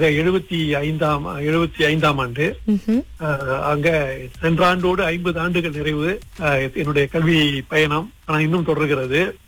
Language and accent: Tamil; Labis, Johor, Malaysia; என்னுடைய சொந்த ஊரான லாபிஸ்கே போய் என்னுடைய இடைநிலை பள்ளியிலேயே ஆசிரியராக 4 பணி செய்தேன்.